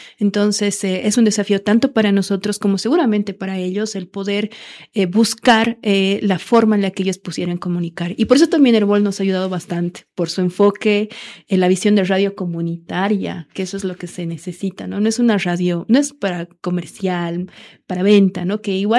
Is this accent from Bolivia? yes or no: yes; Potosí, Bolivia; Yo personalmente soy potosina